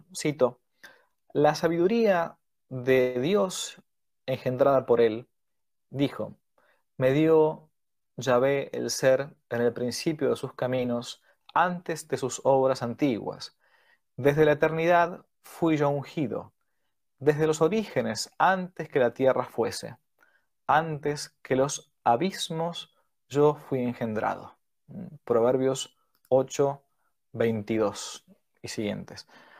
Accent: Argentina; vivió aquí en mi país, Argentina

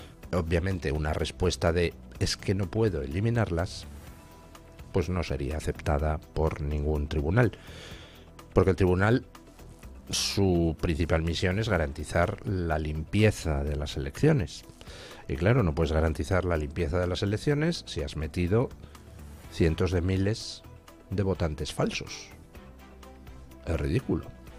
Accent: Spain; Soy español, ¿a qué quieres que te gane?

